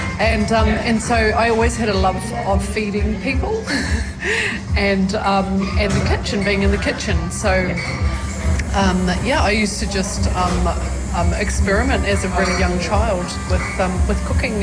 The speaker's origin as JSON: {"language": "English", "town": "Waitara", "region": "Taranaki", "country": "New Zealand"}